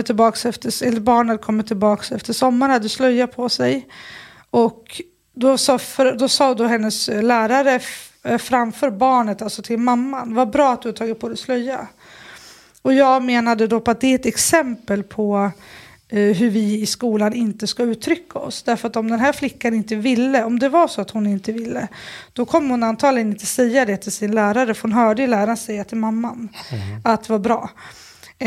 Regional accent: Sundsvall, Västernorrland County, Sweden; moved away as an adult; also born or lived in Falun / Ethiopia / Gothenburg; now in Stockholm, Sweden; Jag är uppvuxen i Sundsvall. Och sen läste jag till lärare i Falun och sen började jag jobba i Husby. I slutet på min lärarutbildning bodde jag i Etiopien.

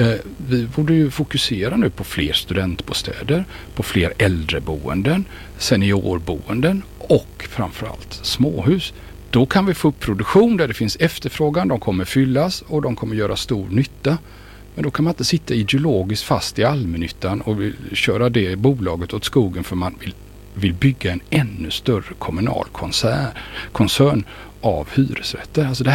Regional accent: Gothenburg, Västra Götaland County, Sweden; Alltså, det blir ju mycket värre än vad vi som alla göteborgare som var läskunniga.

